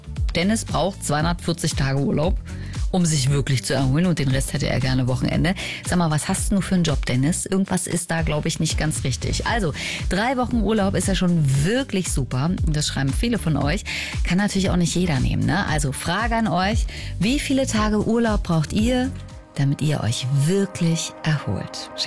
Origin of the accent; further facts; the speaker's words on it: Berlin, Germany; Jetzt überlege ich als Berlinerin schon, ob man 3:45 oder 3:45 sagt.